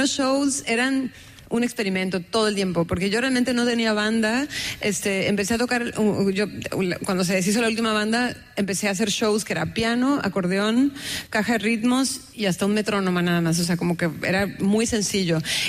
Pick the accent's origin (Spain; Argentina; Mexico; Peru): Mexico; northern border; moved away; Y yo sí siento que cuando me fui a vivir lejos de México había algo que me marcaba mucho, que era ser de una frontera. O sea, sí, y además una frontera tan contrastante, ¿no? O sea, de dos países tan diferentes.